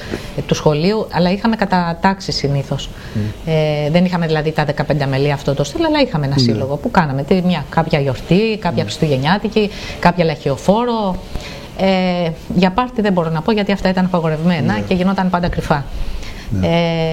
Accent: Vrontados, North Aegean, Greece; born there; also born or lived in Chios town; μέχρι την τρίτη γυμνασίου, πήγαινα στο Βροντάδο με το λεωφορείο.

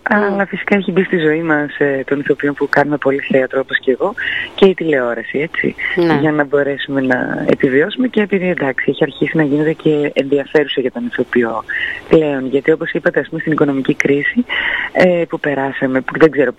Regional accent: Drama, Eastern Macedonia and Thrace, Greece; επειδή είμαι από τη Βόρεια Ελλάδα, είμαι από τη Δράμα

